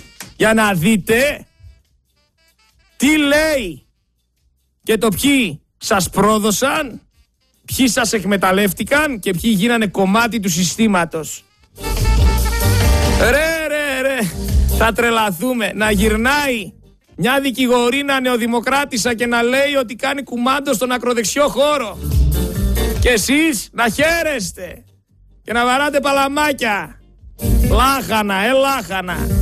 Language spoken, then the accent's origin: Greek; Greece; Εγώ δεν είμαι με κανέναν, εγώ είμαι Έλληνας.